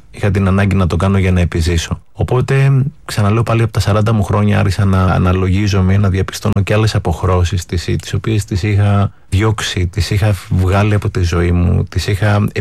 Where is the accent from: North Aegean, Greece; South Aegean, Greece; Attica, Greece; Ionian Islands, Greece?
Attica, Greece; Athens; moved away as an adult; Γεννήθηκα στην Αθήνα. Οι γονείς μου καταγόνται από Τυχείο. Μεγάλωσα στην Αθήνα.